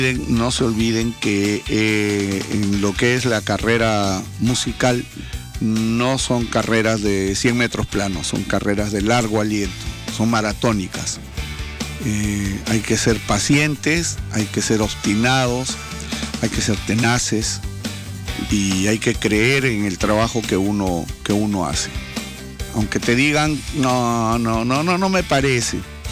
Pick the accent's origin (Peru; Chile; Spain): Peru; siendo peruanos